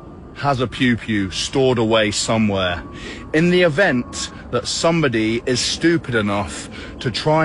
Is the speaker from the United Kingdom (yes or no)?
yes; United Kingdom; now in United States; One of the things that I admire the most about America as a British man is the right to protect yourself.